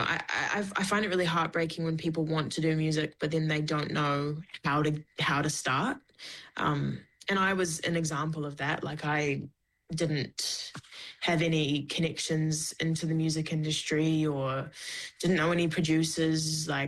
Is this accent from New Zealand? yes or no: yes; Clarks Beach, Auckland, New Zealand; I grew up in a town called Clark's Beach.